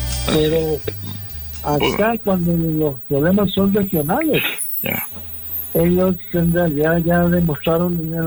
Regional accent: Jesús, Itapúa, Paraguay; Mi pueblo, sí, que es Jesús, se mudó 4 veces

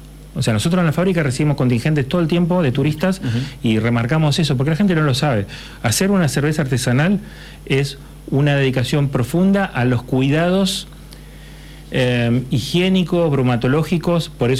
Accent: Argentina; en Argentina estamos pasando un momento complicado.

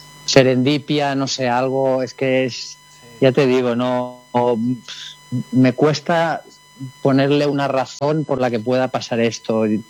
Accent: Catalonia, Spain; Sí, sí, como catalanes es algo que se nos pone la piel de gallina, ¿no?

